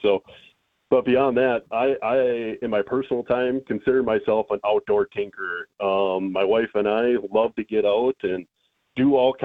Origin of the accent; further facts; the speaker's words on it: Wisconsin, United States; Wisconsin born and bred in Clark County, and grew up hunting a lot in Clark County and Taylor County, the National Forest area.